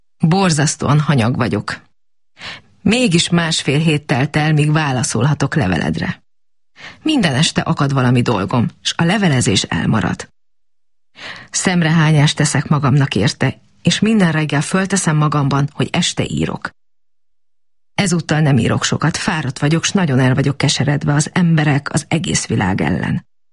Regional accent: Dej, Cluj County, Romania; Egy másik eset a szülővárosomban, Désen játszódott le.

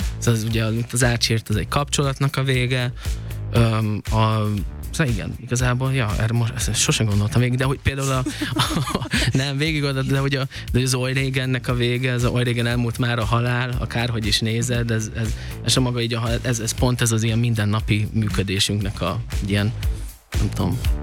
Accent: Budapest, Hungary; Zuglóba, én zuglói vagyok, én nagyon sok helyen éltem életem során, és Zugló az a legfixebb, és ott lakom most már a legrégebb óta

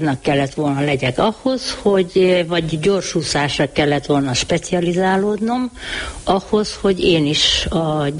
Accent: Szeged, Csongrád-Csanád, Hungary; moved away as an adult; 23 éves koromig Szegeden laktunk

